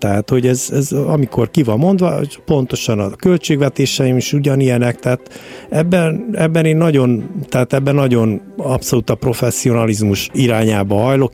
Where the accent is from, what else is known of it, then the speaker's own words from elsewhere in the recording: Hungary; moved away; also born or lived in United States; én Magyarországra születtem, magyar vagyok, és ezt senki nem tudja elvenni tőlem. Viszont én nagyon sokat töltöttem Amerikában is